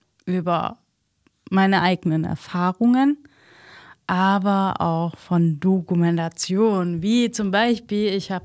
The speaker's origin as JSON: {"language": "German", "town": "Leipzig", "region": "Saxony", "country": "Germany", "said": "als Leipzigerin."}